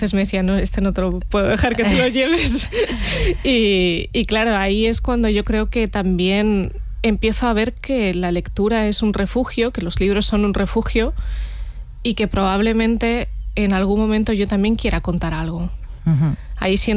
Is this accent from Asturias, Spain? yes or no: no; Los Alcázares, Region of Murcia, Spain; Yo crecí en un pueblo de Murcia llamado Los Alcázares, que está en el Mar Menor